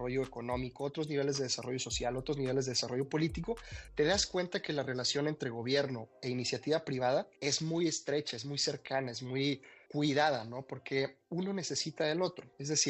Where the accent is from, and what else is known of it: Mexico